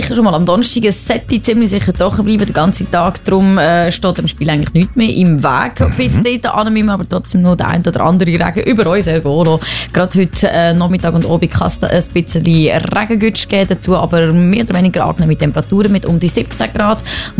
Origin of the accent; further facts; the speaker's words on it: Aargau, Switzerland; weil ich bin eben Aargauerin offensichtlich